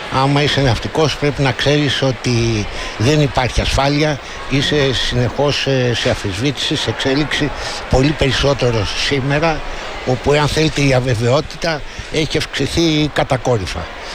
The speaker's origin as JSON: {"language": "Greek", "country": "Greece", "said": "σαν Έλληνες έχουμε τα θετικά μας και τα αρνητικά μας."}